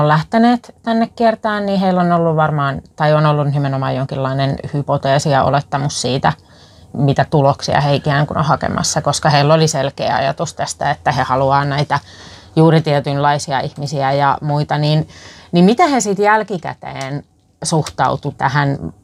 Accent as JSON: {"language": "Finnish", "town": "Kangasala", "region": "Pirkanmaa", "country": "Finland", "tie": "born or raised there", "said": "Kangasala mainittu. Mä oon sieltä kotoisin ja asun siellä"}